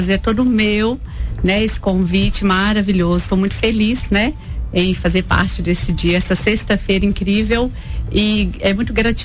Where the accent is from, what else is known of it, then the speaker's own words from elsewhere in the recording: Coronel Fabriciano, Minas Gerais, Brazil; Amo essa cidade, onde eu escolhi, né, ter minhas 5 empresas, nascida e criada em Coronel Fabriciano